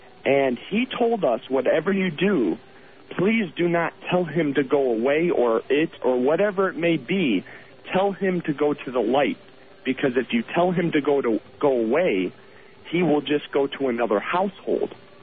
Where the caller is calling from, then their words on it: Lorain, Ohio, United States; I am calling from Lorain, Ohio, which is about 30 miles west of Cleveland